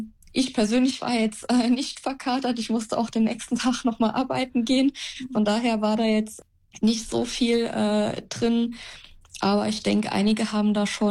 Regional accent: Elversberg, Saarland, Germany; Früher, wenn irgendjemand gefragt hat, ja, wo kommst du her, habe ich dann nie direkt Elversberg gesagt, weil es kein Mensch gekannt hatte. Da hat man dann immer auf Saarbrücken oder sowas ausgewichen.

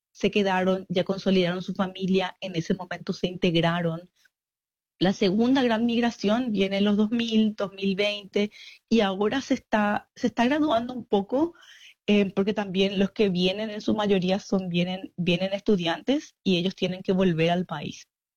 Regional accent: Paraguay; now in Australia; mi pareja, que él es australiano y yo soy paraguaya.

